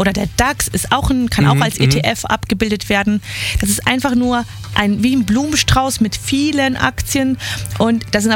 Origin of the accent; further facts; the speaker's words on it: Wuppertal, North Rhine-Westphalia, Germany; moved away as an adult; also born or lived in Düsseldorf; now in Munich, Germany; Ich bin in Wuppertal groß geworden.